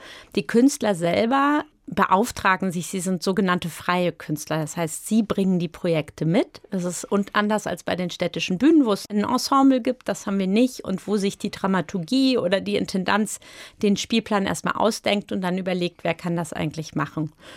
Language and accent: German; Wiesbaden, Hesse, Germany; born there; ich komme aus Wiesbaden